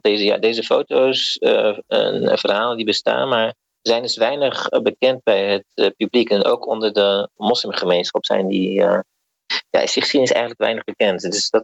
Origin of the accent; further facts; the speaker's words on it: Rotterdam, South Holland, Netherlands; En ik ben zelf ook geen Amsterdammer